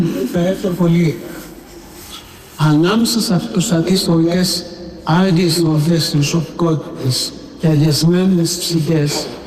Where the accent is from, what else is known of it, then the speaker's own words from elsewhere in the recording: Patmos, South Aegean, Greece; moved away; also born or lived in Mount Athos; Μικρό παιδί εκεί πέρα από το νησί μου που είναι η πατρίδα μου, το ειδόνισσο της Πάτμου